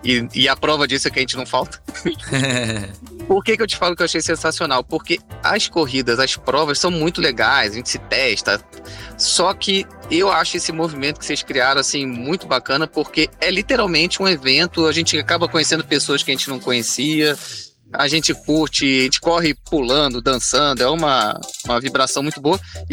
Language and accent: Portuguese; Rio de Janeiro, Brazil; eu, quando era mais jovem, como sou do Rio de Janeiro, eu fazia muita trilha